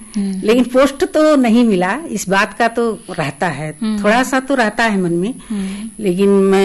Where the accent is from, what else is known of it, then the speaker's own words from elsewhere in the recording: Sant Kabir Nagar, Uttar Pradesh, India; moved away as an adult; now in Tawang, India; मैं उत्तर प्रदेश संत कबीर नगर से हूँ। … मैं स्टूडियो में आई हूँ तवांग, और मेरे हस्बैंड यहाँ नौकरी करते हैं। 2005 से मैं हूँ यहाँ में।